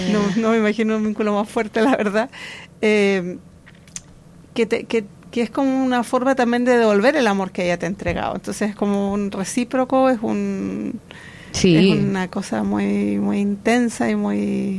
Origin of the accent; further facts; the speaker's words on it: Concepción, Biobío, Chile; en Concepción, que es mi ciudad natal